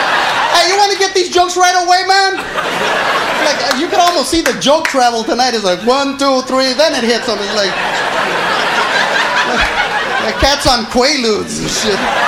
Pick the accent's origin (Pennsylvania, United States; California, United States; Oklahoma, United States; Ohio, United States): California, United States; Los Angeles; I'm from East Los Angeles, Boyle Heights to be exact, right around there.